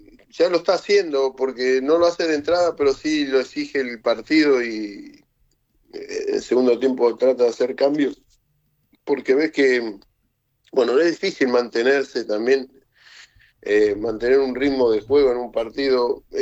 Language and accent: Spanish; Argentina; Sí que es normal que como argentino... ¿A quién no le toca, no?